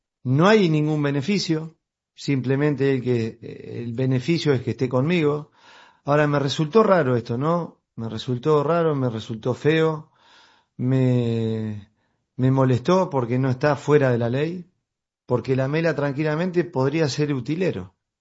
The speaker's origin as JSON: {"language": "Spanish", "country": "Argentina", "moved": "yes", "said": "las buscarán porque soy argentino."}